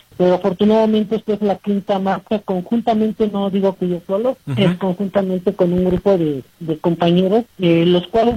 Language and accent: Spanish; Tezontepec de Aldama, Hidalgo, Mexico; yo soy originario de Tezontepec